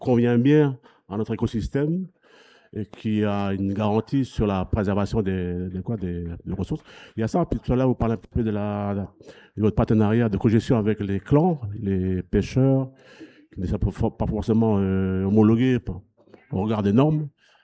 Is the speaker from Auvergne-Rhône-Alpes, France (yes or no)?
yes; Auvergne-Rhône-Alpes, France; Là, je parle du Sud, parce que je suis du Sud d'Auvergne